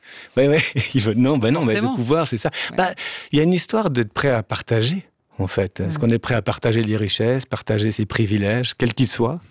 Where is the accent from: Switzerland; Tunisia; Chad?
Switzerland; now in France; ça fait donc 20 ans que je suis en France. Je suis un Suisse en France et chaque fois que je dis que je suis Suisse, les Français ne comprennent rien vraiment à ce qu'on est.